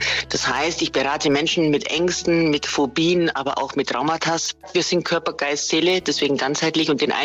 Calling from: Bavaria, Germany; Also wenn man so ein bisschen außerhalb von Augsburg oder halt ländlich wohnt

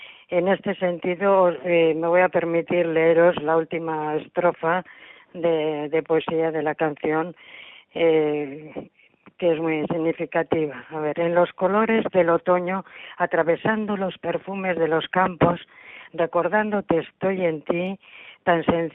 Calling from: Portugalete, Basque Country, Spain; Hola, buenos días. … de Portugalete y quisiera haceros una solicitud

